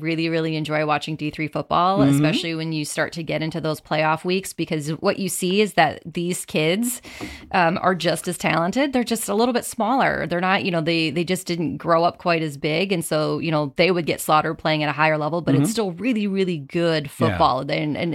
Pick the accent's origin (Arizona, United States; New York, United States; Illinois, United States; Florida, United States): Illinois, United States; Naperville; now in Quad Cities, United States; So I am originally from the Naperville area, just outside of Chicago, and I came to the Quad Cities almost 9 years ago now